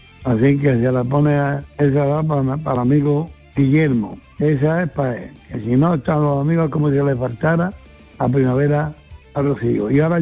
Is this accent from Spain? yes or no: yes; Padul, Andalusia, Spain; Buenas tardes, mando me gordo … de Padul.